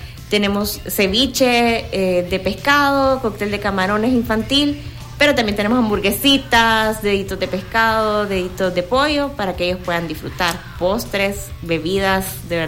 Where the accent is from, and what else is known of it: El Salvador